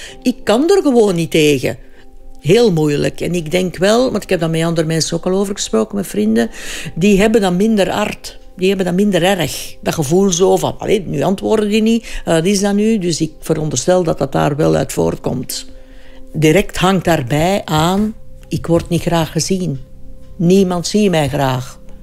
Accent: Flanders, Belgium; en wij zijn ook Vlamingen.

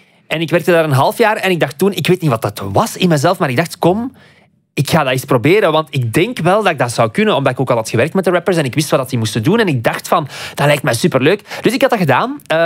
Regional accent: Aalst, Flanders, Belgium; accent: Aalst; En ik heb dezelfde tongval als Aaron. We zijn alle 2 van het Aalsterse, van die kanten.

